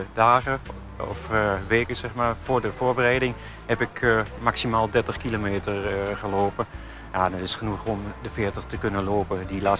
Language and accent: Dutch; 's-Hertogenbosch, North Brabant, Netherlands; ik kom uit Den Bosch.